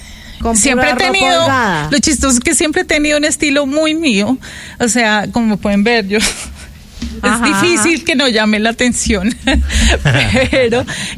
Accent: Cali, Valle del Cauca, Colombia; born or raised there; also born or lived in Armenia

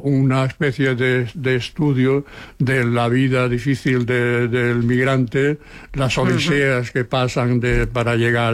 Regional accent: Seville, Andalusia, Spain; now in Barcelona, Spain; nosotros cuando vinimos de Sevilla

